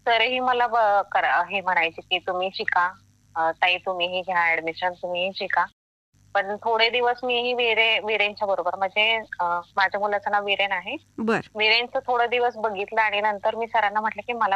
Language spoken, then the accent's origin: Marathi; Panchgani, Maharashtra, India; now in Satara district, India; मी मूळची पाचगणीची आहे. माझं माहेर पाचगणी आहे.